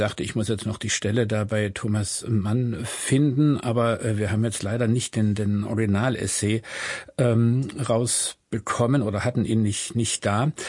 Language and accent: German; East Germany, Germany; Ich bin ja im Osten groß geworden und habe dieses 89-90 durchaus auch als einen Wechsel von Abhängigkeiten, einen Wechsel von Freiheiten erlebt.